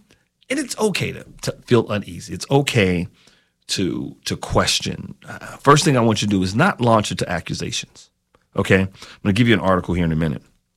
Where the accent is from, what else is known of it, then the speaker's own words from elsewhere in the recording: Harlan County, Kentucky, United States; I'm from Harlan County.